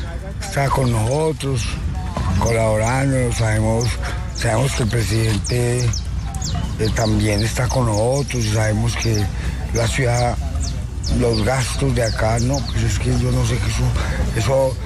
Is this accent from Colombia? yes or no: yes; Risaralda, Colombia; born there; yo tengo 58 años, yo nací acá en esta ciudad.